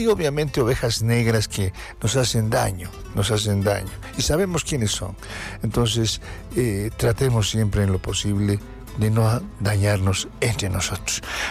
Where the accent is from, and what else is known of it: Bolivia